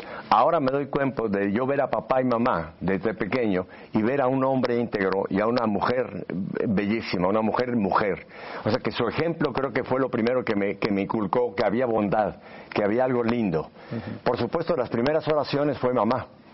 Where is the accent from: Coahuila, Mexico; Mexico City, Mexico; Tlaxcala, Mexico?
Mexico City, Mexico; also born or lived in Spain; yo tuve la fortuna de nacer en esa bellísima Ciudad de México. Me crié en Ciudad de México. Toda mi formación fue con los jesuitas.